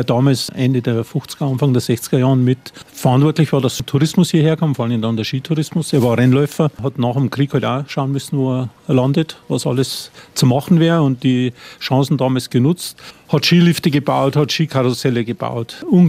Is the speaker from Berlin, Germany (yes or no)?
no; Bodenmais, Bavaria, Germany; moved away as an adult; also born or lived in Austria / Australia; Geboren hier in Bodenmais, bin ein halber Preuße, was man gut hört.